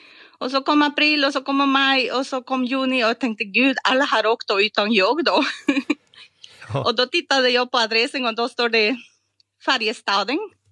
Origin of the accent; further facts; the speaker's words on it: Costa Rica; Swedish is a second language; also born or lived in Poland; now in Sweden; Jag kommer från Costa Rica. Mm-hmm. Och hade studerat i Polen då på 90-talet.